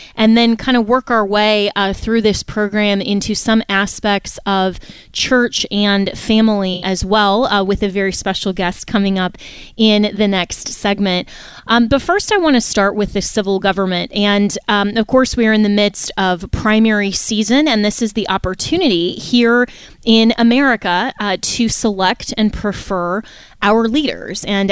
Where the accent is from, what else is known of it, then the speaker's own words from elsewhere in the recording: Florida, United States; my home state, the Free State of Florida